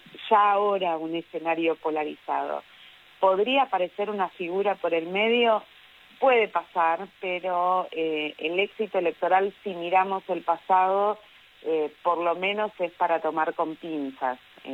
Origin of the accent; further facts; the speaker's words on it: Lincoln, Buenos Aires Province, Argentina; born there; now in Buenos Aires, Argentina; yo soy de Lincoln, pero vivo en Buenos Aires.